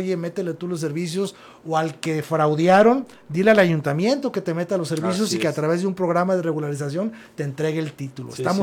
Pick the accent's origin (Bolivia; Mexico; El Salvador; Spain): Mexico; Ahualulco de Mercado, Jalisco; Yo soy del municipio de Agualulco.